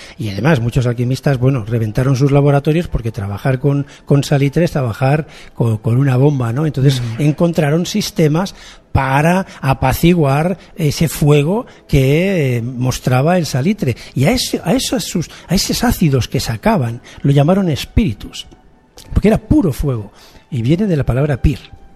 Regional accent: Barcelona, Catalonia, Spain; yo soy de Barcelona, y a Barcelona vulgarmente lo llamamos Barna, ¿no?

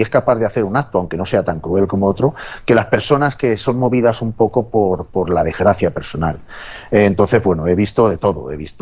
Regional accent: Alcázar de San Juan, Castilla-La Mancha, Spain; Hace unos días estuvo aquí en Alcázar de San Juan, en la ciudad donde yo presto servicio y de donde soy

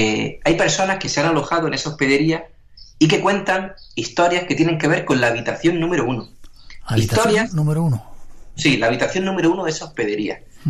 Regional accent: Almería, Andalusia, Spain; esta historia relacionada con mi tierra.

